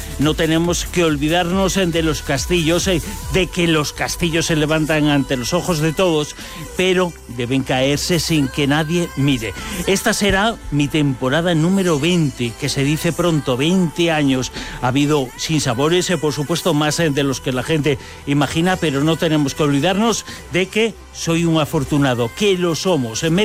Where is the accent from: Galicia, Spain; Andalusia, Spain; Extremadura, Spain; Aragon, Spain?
Galicia, Spain; Es que soy gallego.